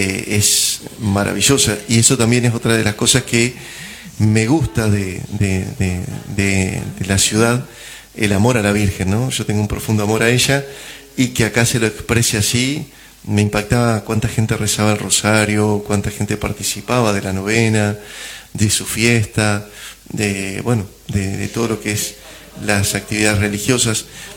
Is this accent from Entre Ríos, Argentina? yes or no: yes; Gualeguaychú, Entre Ríos, Argentina; born there; moved away as an adult; now in Concepción del Uruguay, Argentina; estudié el seminario en Gualeguaychú, siempre había vivido en Gualeguaychú.